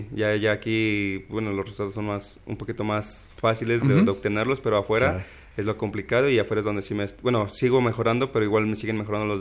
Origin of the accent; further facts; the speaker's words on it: Xaltocan, Tlaxcala, Mexico; Originario de Xaltocan.